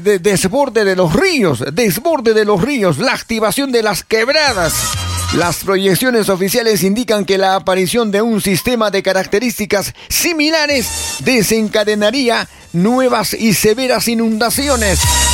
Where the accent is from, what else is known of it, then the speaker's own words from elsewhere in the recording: Peru; en este país nuestro, en este Perú nuestro.